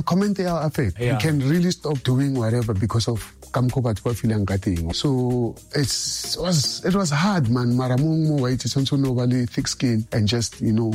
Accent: Pretoria, Gauteng, South Africa; The comment didn't affect … because of I'm from Pretoria and then now I'm doing Chrome.

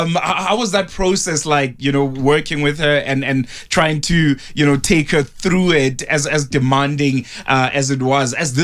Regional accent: South Africa; as South Africans

